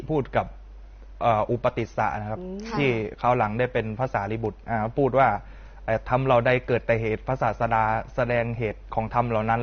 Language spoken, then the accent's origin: Thai; Samut Prakan, Thailand; born there; คือตอนเด็กๆนะครับผมเกิดที่จังหวัดสมุทรปราการนะครับผมสมุทรปราการ